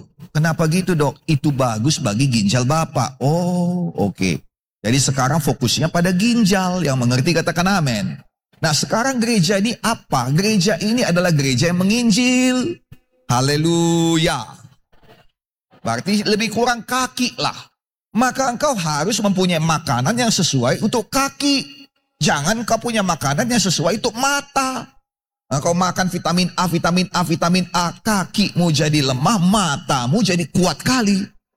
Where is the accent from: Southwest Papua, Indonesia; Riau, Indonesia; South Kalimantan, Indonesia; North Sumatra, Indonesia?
North Sumatra, Indonesia; Medan; Tapi saya orang Medan, Ci.